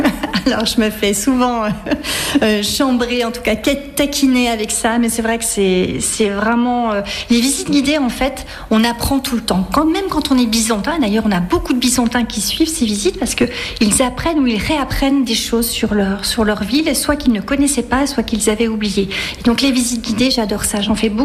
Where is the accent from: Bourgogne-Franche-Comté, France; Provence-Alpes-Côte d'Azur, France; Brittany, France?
Bourgogne-Franche-Comté, France; Besançon; Moi je suis née à Besançon, j'ai toujours vécu à Besançon, je suis simplement partie 2 ans à Paris pour compléter mes études, ma formation initiale.